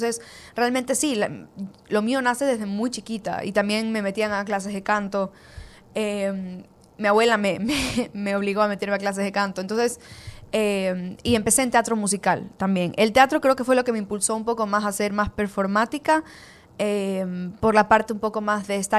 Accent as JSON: {"language": "Spanish", "country": "Ecuador", "said": "nosotros mismos como ecuatorianos"}